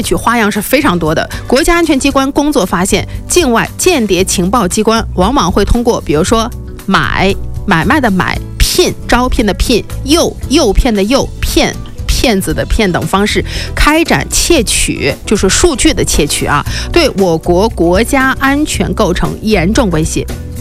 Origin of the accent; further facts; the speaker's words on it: China; 我们作为中国人